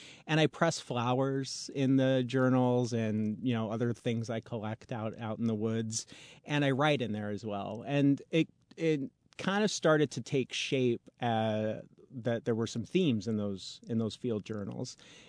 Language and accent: English; Wyoming, United States; also born or lived in Utah / Arizona; I grew up in Wyoming, Utah, Arizona, you know, big open spaces